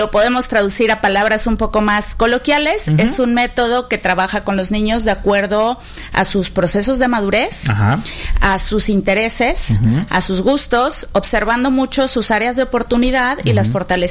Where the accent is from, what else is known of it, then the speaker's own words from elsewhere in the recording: Mexico City, Mexico; born there; mientras vivíamos en la Ciudad de México